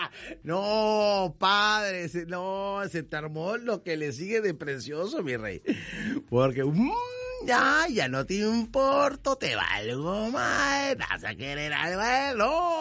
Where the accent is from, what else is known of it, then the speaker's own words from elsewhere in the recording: Mexico; mi México